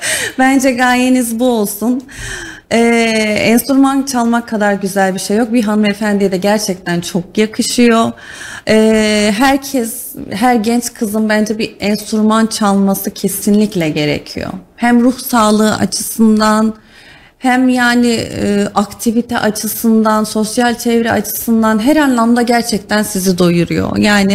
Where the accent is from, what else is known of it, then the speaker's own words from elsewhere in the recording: Ankara, Turkey; moved away as an adult; now in Kayseri, Turkey; Memleketimde kalmak isterim. Mesela Ankara'da kalmak isterim.